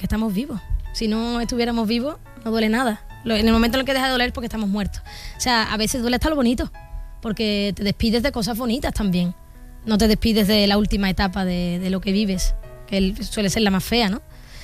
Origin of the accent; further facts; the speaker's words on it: Jerez de la Frontera, Andalusia, Spain; moved away; volver a Jerez, a mi tierra